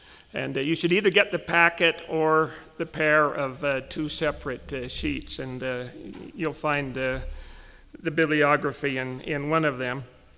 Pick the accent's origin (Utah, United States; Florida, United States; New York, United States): Utah, United States; Ephraim; Growing up in Ephraim in Sanpete County, I was acquainted and then only casually with four non-Mormons, two of whom subsequently converted.